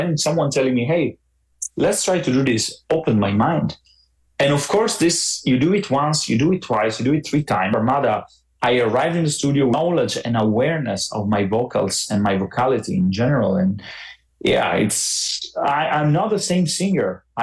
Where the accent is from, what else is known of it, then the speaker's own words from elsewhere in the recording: Italy; three guys are from Austria, Clemmy's from France, and I'm from Italy, it literally makes you understand different background and completely different culture.